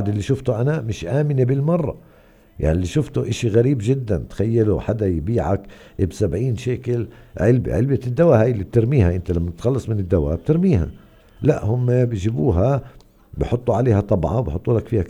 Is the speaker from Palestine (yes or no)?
yes; Hebron, West Bank, Palestine